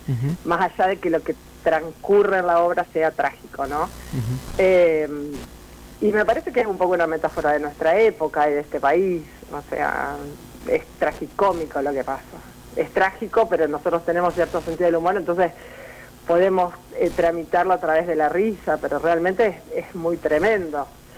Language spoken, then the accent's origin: Spanish; Argentina; somos todos argentinos